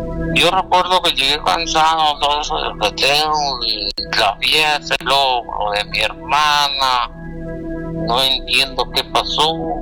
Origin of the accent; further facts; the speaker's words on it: Guanajuato, Mexico; now in Chicago, United States; Desde Chicago. Bueno, yo soy de Guanajuato, pero ahorita estoy con Chicago llenita.